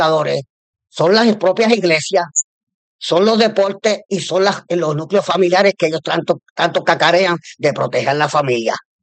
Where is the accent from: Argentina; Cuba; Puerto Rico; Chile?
Puerto Rico; nosotros tenemos derecho como puertorriqueños, puertorriqueñas y puertorriqueñas, estar en las calles de nuestra patria seguros.